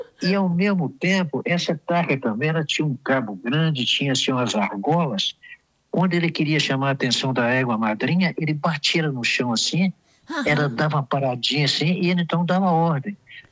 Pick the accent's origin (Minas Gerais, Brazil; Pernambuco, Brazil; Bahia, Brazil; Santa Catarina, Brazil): Minas Gerais, Brazil; Diamantina; also born or lived in Rio Vermelho; eu não sou de Diamantina, mas eu vim, a minha família, quase todos os meus, a minha família era muito grande, eram 9 irmãos